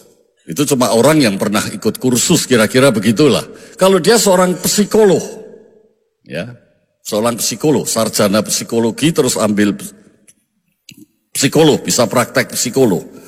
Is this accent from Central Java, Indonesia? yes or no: yes; Magelang, Central Java, Indonesia; Kalau orang Jogja, saya dari Jogja, Magelang itu